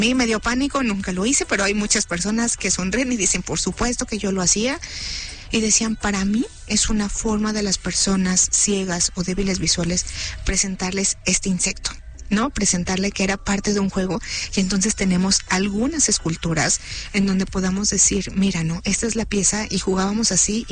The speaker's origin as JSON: {"language": "Spanish", "country": "Mexico", "said": "muy lindo como mexicanos poder compartir toda nuestra riqueza cultural que tenemos."}